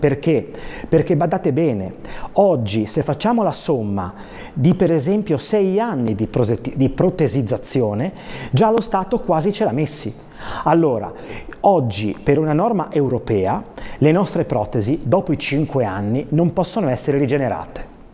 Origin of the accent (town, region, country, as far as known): La Spezia, Liguria, Italy